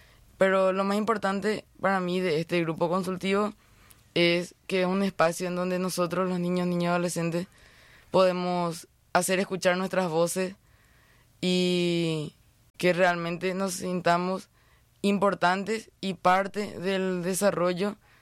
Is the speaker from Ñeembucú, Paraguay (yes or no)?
yes; Pilar, Ñeembucú, Paraguay; tengo 14 años y soy de Pilar, del departamento más histórico del Paraguay, de Ñembucú.